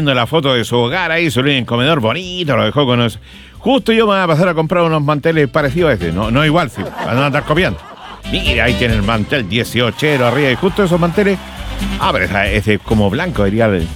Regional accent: Chile; Hay que echarla a tallo, si usted sabe cómo somos los chilenos.

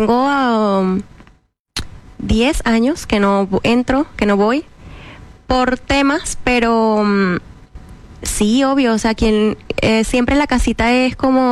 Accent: Venezuela; moved away as an adult; Y yo salí de Venezuela cuando tenía 19 años.

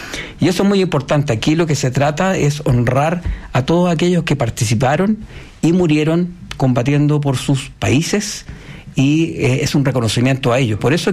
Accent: Chile

